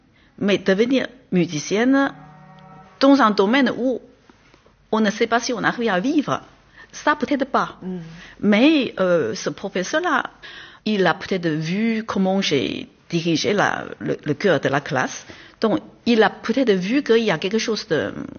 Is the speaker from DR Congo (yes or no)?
no; Taiwan; moved away as an adult; now in France